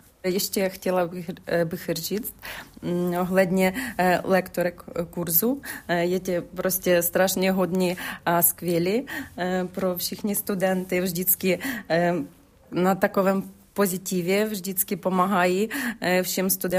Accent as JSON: {"language": "Czech", "country": "Ukraine", "second_language": "Czech", "moved": "yes", "lives_now": "Czech Republic", "said": "No, my jsme Ukrajinci"}